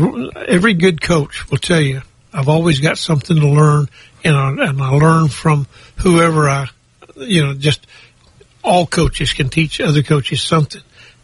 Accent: Texas, United States; they're only 18 miles from where I grew up there in Miyoshi.

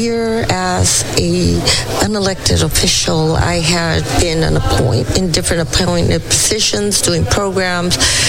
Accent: San Francisco, California, United States; it was during the Vietnam era that as I grew up in San Francisco, I used to see a lot of service members in town in uniform and also in church.

